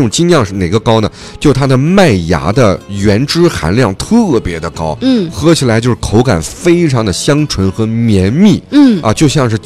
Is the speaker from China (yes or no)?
yes; China; 因为我是那块长大的